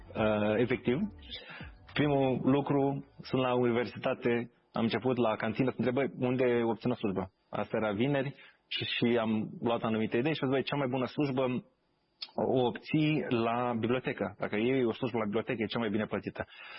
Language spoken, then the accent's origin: Romanian; Târgu Bujor, Galați County, Romania; M-am născut în Galați, dar am trăit până în clasa 8 la Târgu Jor, care e și mai mic decât Galațiu, că 3.000 jumate de oameni. Și țin minte când m-am mutat în clasa 8, am mutat la liceu în Galați.